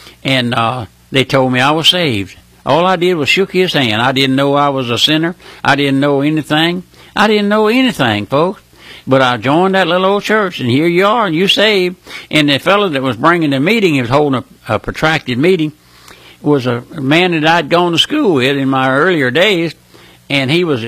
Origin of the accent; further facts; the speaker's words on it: Louisiana, United States; Well, I'm just an old country boy. I was born and raised here in South Louisiana. My dad was a farmer, raised on a strawberry farm